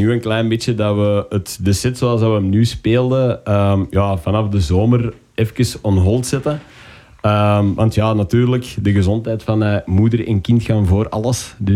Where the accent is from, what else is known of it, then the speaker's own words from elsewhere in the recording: Kessel, Flanders, Belgium; Wij komen uit Kessel, Beersen.